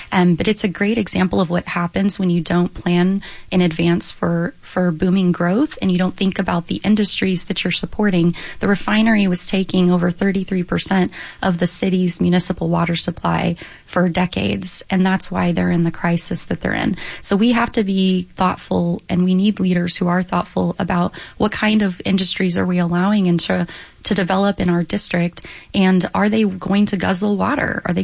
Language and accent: English; Corpus Christi, Texas, United States; moved away; Growing up in Corpus